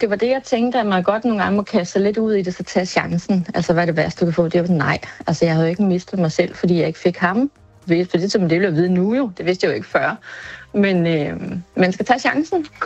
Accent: Stenløse, Capital Region of Denmark, Denmark; jeg er fra Stenløse.

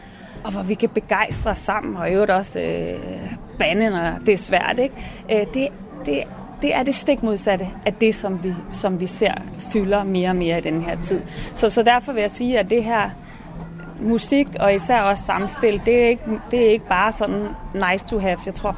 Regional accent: Roskilde, Zealand, Denmark; kulturlivet i Roskilde, hvor jeg kommer fra

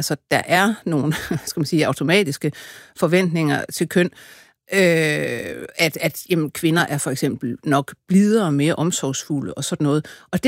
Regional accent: Aarhus, Central Denmark Region, Denmark; Jeg er fra Aarhus.

